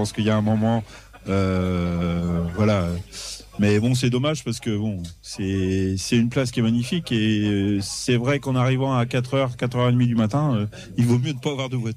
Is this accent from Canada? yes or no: no; Brittany, France; Enfin, moi, je connais bien puisque je suis de. On est posé des Côtes d'Armor.